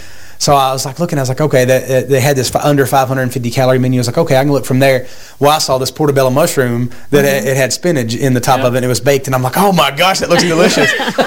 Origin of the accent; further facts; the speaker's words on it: the South, United States; I was from the South. Yeah, I'm from the South.